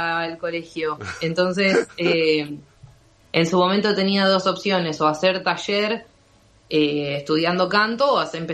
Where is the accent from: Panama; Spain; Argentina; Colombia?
Argentina; Lanús, Buenos Aires Province; De Lanús, de Buenos Aires.